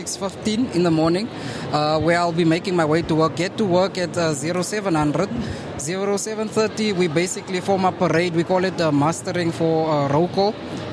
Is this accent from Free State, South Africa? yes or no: yes; Bloemfontein, Free State, South Africa; moved away as an adult; as a person that comes from the inland, I'm from Bloemfontein originally.